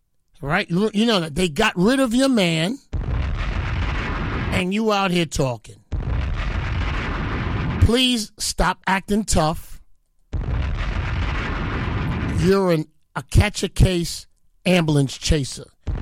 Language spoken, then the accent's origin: English; Jamaica; I'm Jamaican.